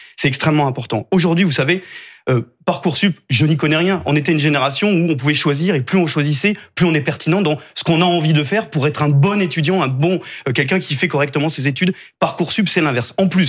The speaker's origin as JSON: {"language": "French", "region": "Auvergne-Rhône-Alpes", "country": "France", "said": "Je suis d'Auvergne"}